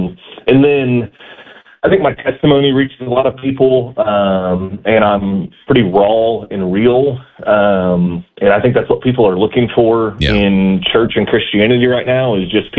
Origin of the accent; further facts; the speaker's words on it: Sullivan, Indiana, United States; I am from Sullivan, Indiana. I'm the pastor of Westside Church here in Sullivan.